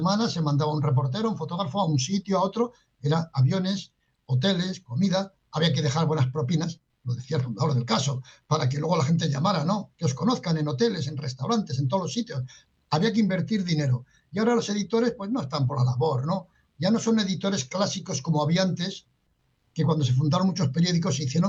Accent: Pamplona, Navarre, Spain; Precisamente yo soy navarro

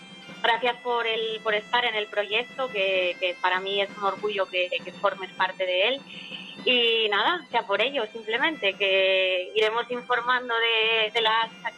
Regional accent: Asturias, Spain; moved away as an adult; also born or lived in Madrid; now in southern Spain; Yo nací en Asturias, crecí en Asturias, pero bueno, en un momento dado de mi vida, pues yo estaba trabajando en Madrid y bueno, pues tuve la oportunidad de venir a vivir al sur.

